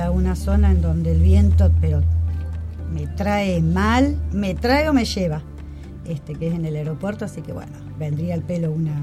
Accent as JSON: {"language": "Spanish", "country": "Argentina", "said": "Somos muy, muy argentinos, muy argentinas."}